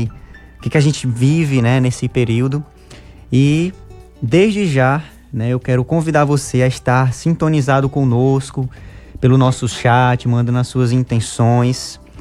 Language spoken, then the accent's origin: Portuguese; Quixadá, Ceará, Brazil; moved away as an adult; now in Rio de Janeiro, Brazil; eu sou jovem missão aqui na cidade do Rio de Janeiro, venho de Quixadá, no Ceará. Estarei aqui em missão por um ano, cheguei na missão em fevereiro